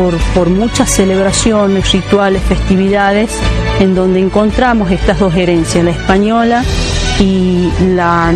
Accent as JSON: {"language": "Spanish", "town": "Tafí del Valle", "region": "Tucumán", "country": "Argentina", "said": "Soy tafinista"}